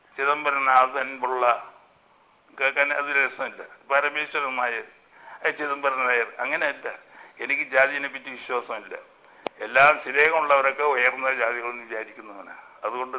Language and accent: Malayalam; Kerala, India; now in Chennai, India; ഞാനൊരു മലയാളി എന്നുള്ള നിലയിൽ എൻ്റെ കേരളത്തിന് എല്ലാ നന്മകളും വരാൻ